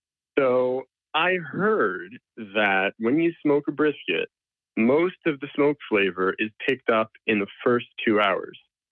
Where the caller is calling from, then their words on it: Paramus, New Jersey, United States; Paramus, New Jersey.